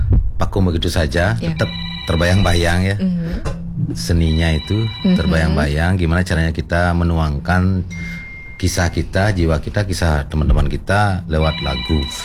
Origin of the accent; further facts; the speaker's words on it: Tabanan, Bali, Indonesia; Beli asli Belayu.